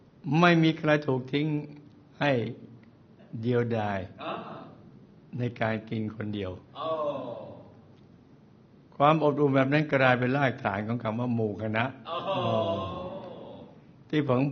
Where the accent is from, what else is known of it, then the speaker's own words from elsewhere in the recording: Thailand; born there; also born or lived in Southern Thailand; ผมเกิดที่จังหวัดละปูน